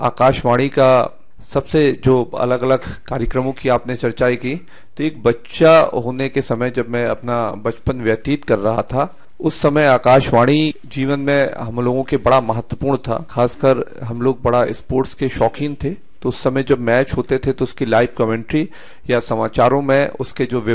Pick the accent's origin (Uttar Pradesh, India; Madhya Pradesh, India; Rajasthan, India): Madhya Pradesh, India; Chhatarpur; हमारे छतरपुर को सबसे बड़ी सौगात इस आकाशवाणी ने दी है, वो हमारे बोलने का लहजा है जो एकदम बदल के ही रख दिया।